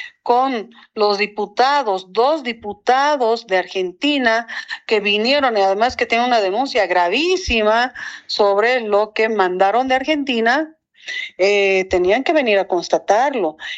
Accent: Bolivia; porque soy boliviana y veo mi pueblo sufriendo.

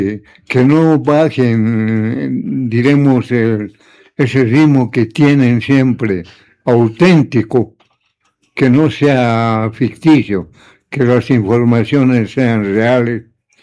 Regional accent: Bolivia; seguimos siendo bolivianos

